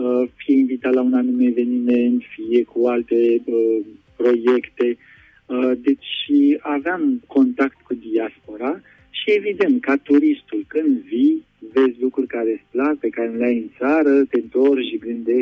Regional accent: Romania; now in Paris, France; noi ca români tindem să venim spre biserică

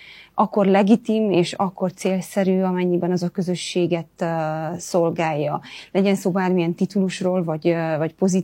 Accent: Sic, Cluj County, Romania; Nagyon büszke vagyok arra, hogy Széken születtem és Széken nőttem fel. Nagyon erős helyi identitással ruházott ez fel

